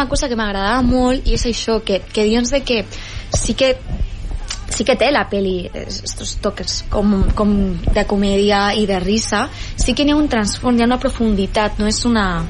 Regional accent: Valencian Community, Spain; first language Valencian; els valencians també ho som

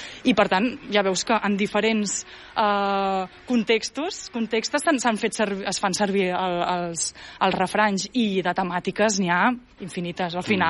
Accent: Arenys de Mar, Catalonia, Spain; jo vinc d'Arenys de Mar, que és terra de puntes de coixí

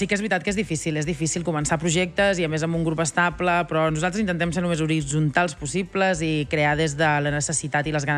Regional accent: Balearic Islands, Spain; Soc de Mallorca, sí.

